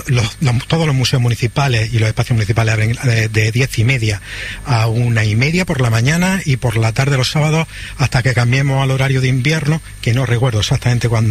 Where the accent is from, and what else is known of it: Almería, Andalusia, Spain